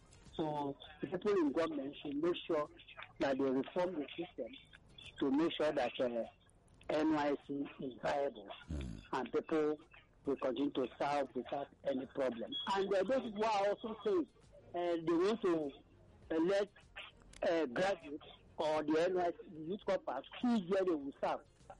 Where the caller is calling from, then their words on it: Abuja, Federal Capital Territory, Nigeria; I'm calling from Abanja, Kaki.